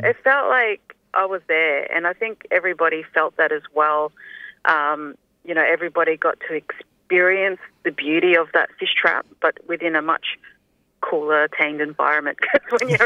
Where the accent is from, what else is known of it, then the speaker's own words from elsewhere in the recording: Darwin, Northern Territory, Australia; Like, I'm originally from Gadamila, from Darwin. I've got ties to Jawin country in the Torres Strait. I'm here living on Kulin country, and I'm constantly yearning for country